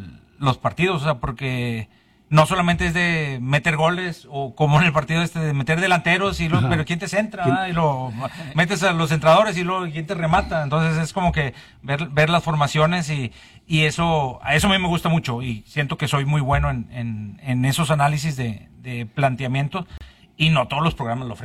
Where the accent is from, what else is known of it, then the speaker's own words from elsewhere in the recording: San Nicolás de los Garza, Nuevo León, Mexico; y soy de barrio porque pues vengo de San Nicolás, de Las Puentes. De ahí soy.